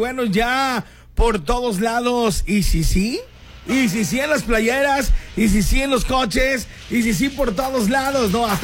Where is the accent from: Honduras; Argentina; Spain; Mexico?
Mexico; a disfrutar como mexicanos este partido.